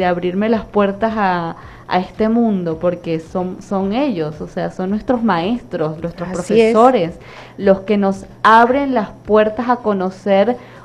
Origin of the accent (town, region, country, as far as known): El Tigre, Anzoátegui, Venezuela